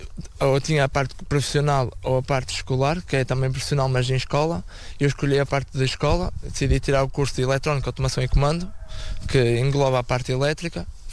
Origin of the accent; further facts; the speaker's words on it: Espinho, Norte, Portugal; sou natural daqui de Espinho.